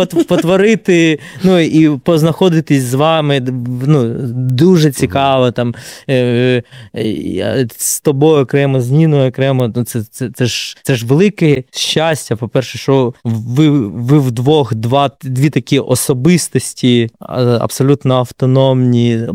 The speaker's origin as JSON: {"language": "Ukrainian", "town": "Kharkiv", "region": "Kharkiv Oblast", "country": "Ukraine", "said": "я з Харкова"}